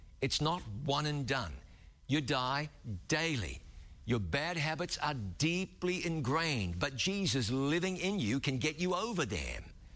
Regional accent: New Zealand; About 800 years ago, the indigenous people of my home country arrived by canoe at a harbor on the west coast of New Zealand's North Island.

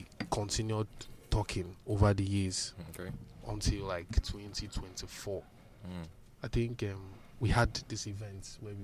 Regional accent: Enugu State, Nigeria; So the thing is, like, I grew up in Enugu State, right? I went to University of Nigeria, Enugu campus.

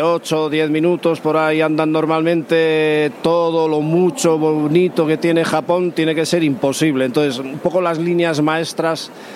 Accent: San Sebastián, Basque Country, Spain; Gastronomía, en San Sebastián, de donde vengo yo, vamos, si algo hay destacable es la gastronomía, en el País Vasco en general.

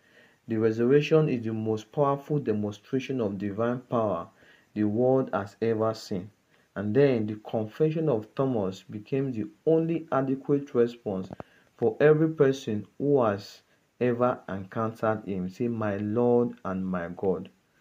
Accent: Okada, Edo, Nigeria; from Okada Town, Nigeria.

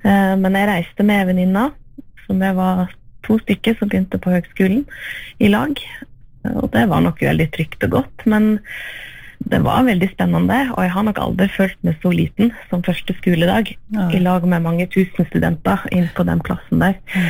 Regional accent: Hafslo, Vestland, Norway; Jeg vokste opp på Hafslo i BN-feltet, og bodde der frem til jeg var 19 år.

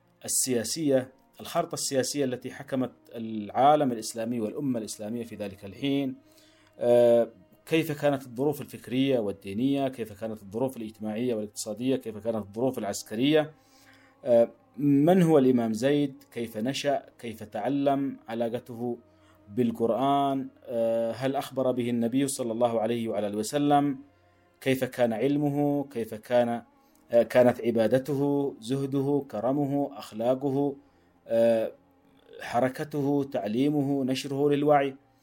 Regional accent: Yemen; نحن نرى اليوم من خلال مظلوميتنا وما نعانيه كيمنيين

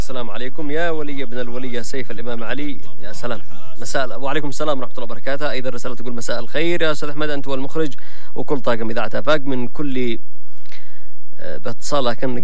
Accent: Yemen; ونحن أبناء اليمن لن نتخلى عن مبادئنا وقيمنا وعاداتنا وتقاليدنا مهما صعبت علينا الظروف

